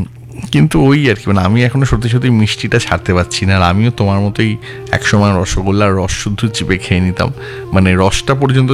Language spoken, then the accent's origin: Bangla; Kolkata, West Bengal, India; যারা কলকাতাতেই ঠাকুর দেখতে দেখতে বড় হয়েছি।